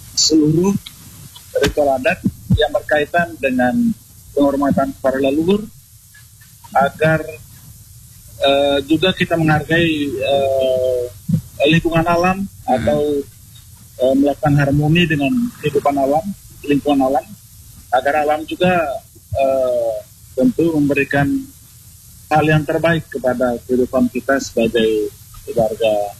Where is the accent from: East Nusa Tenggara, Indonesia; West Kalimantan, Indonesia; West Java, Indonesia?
East Nusa Tenggara, Indonesia; Manggarai; dalam budaya dan tradisi kami orang Manggarai